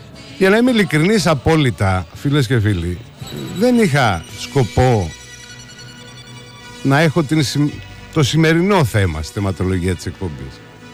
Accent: Greece; Εμείς έχουμε και ένα ελάττωμα σαν Έλληνες

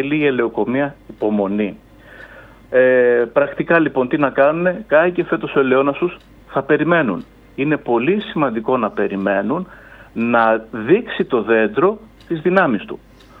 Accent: Crete, Greece; Έχουμε αυτή τη στιγμή στην Κρήτη, την πατρίδα μου, στα Χανιά, στις Άνω Βούβες, ένα δέντρο

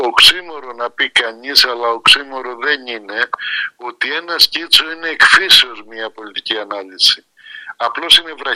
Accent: Pyrgos, Western Greece, Greece; είμαι από τον Πύργο της Ηλίας και η Τρίπολη μου είναι πολύ αγαπημένη

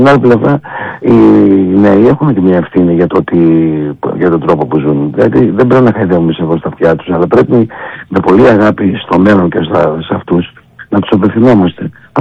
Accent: Greece; Είμαι ένας άνθρωπος που αισθάνομαι και Μακεδόνας, γιατί είμαι Έλληνας

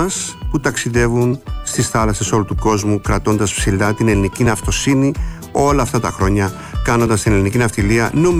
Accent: Greece; Ξέφεξε ο ήλιος, έτσι λένε στο νησί μου. Έφεξε ο ήλιος δηλαδή.

